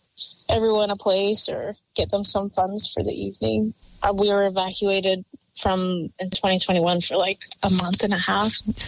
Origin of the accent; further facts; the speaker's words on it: Penticton, British Columbia, Canada; I'm originally from Penticton, and my home community is Penticton Indian Band